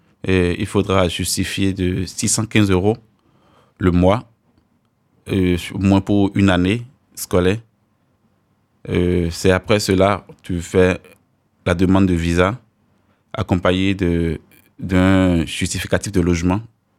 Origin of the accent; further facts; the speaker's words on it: Benin; moved away as an adult; now in Grenoble, France; Contrairement à chez moi au Bénin.